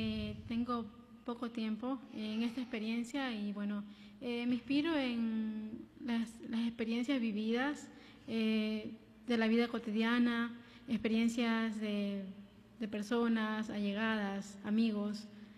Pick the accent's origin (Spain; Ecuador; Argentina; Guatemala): Ecuador; Alausí, Chimborazo; now in Manta, Ecuador; Tengo 44 años, soy de Alausí.